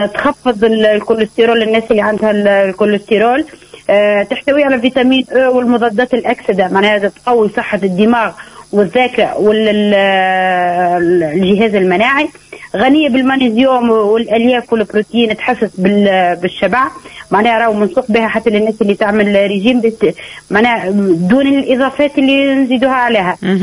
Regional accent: southern Tunisia, Tunisia; احنا عندنا في الجنوب

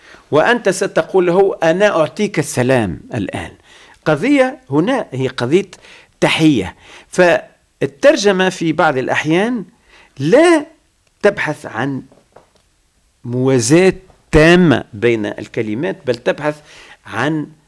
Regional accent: Tunisia; عندنا في تونس

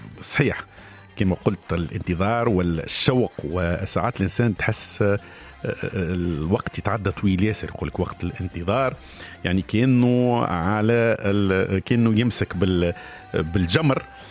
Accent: Tunisia; accent: Tunisian dialect; احنا نقوله نستنى بلهجتنا التونسية.

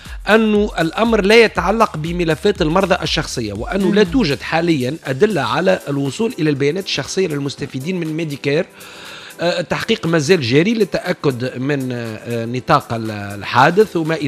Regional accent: Tunisia; عندنا في تونس

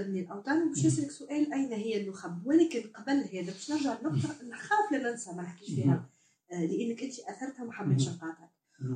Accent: Tunisia; ولكن احنا كشعب تونسي ربما او كحتى سياسات حكمت بعده هو ما وصلناش في نفس المسيره

